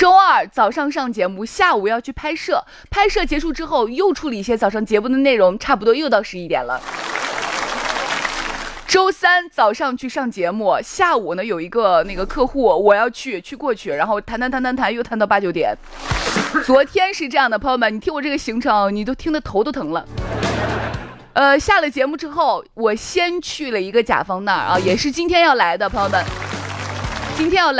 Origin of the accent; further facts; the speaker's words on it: Shaanxi, China; 我们陕西人啊，